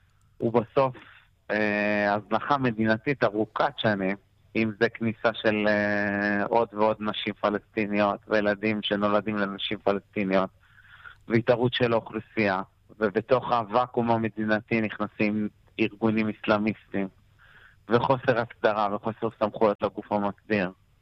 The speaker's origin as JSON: {"language": "Hebrew", "region": "Southern District", "country": "Israel", "said": "אצלנו בדרום"}